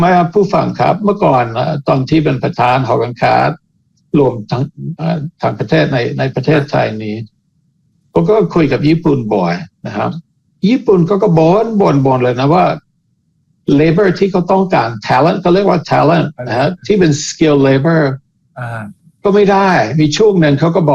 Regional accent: Canada; now in Thailand; ผมเองเป็นคนแคนาดาก็ดูคนแคนาดา

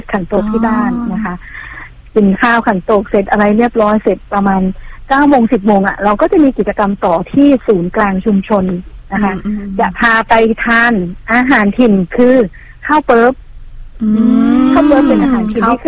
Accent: Northern Thailand, Thailand; accent: Kham Mueang (Northern Thai); ภาษาบ้านของพี่เป็นวัฒนธรรมจะเป็นคนเมืองอะค่ะเป็นคนเหนือเนาะจะอู้เมืองอู้เหนือค่ะ

